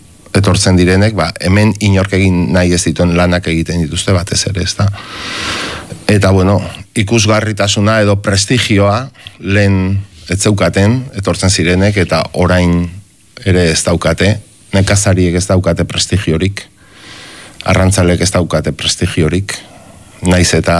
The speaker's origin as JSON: {"language": "Basque", "town": "Urretxu", "region": "Basque Country", "country": "Spain", "tie": "born there", "said": "ni ba urretxuko anaiz jaiotzez"}